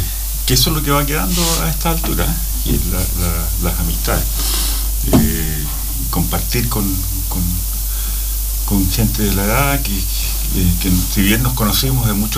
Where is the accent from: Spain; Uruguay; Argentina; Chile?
Chile; Talca, Maule; born there; moved away as an adult; also born or lived in Concepción, Chile / Santiago, Chile; Bueno, si bien nací en Concepción, aprendí a jugar básquetbol en Talca.